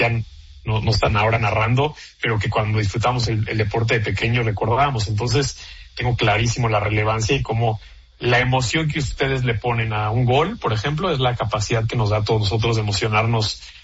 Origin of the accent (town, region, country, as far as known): Mexico